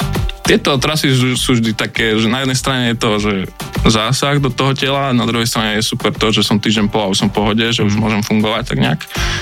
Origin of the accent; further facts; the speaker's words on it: Liptovský Mikuláš, Žilina Region, Slovakia; Tým, že som z Mikuláša